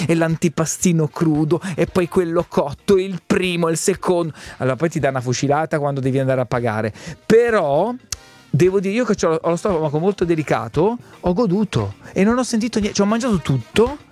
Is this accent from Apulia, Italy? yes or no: no; Pescara, Abruzzo, Italy; also born or lived in Castel di Sangro; Sono stato dalle mie parti in Abruzzo. Io sono di Pescara, per chi non lo sapesse.